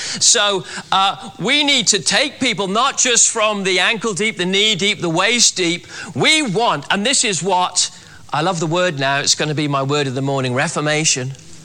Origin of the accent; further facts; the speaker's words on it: Wales, United Kingdom; accent: Welsh; I'm a Welshman.